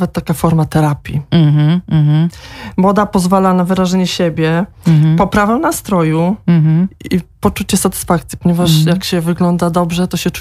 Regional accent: Łódź, Łódź Voivodeship, Poland; Na pewno pomogło mi to, że pochodzę z Łodzi.

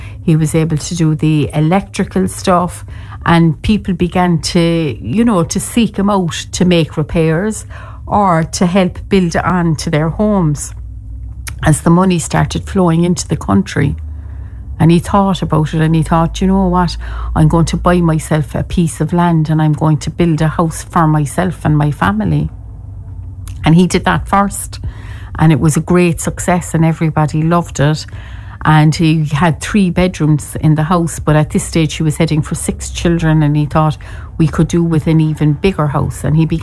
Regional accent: Cork, Munster, Ireland; I am the storyteller from Cork

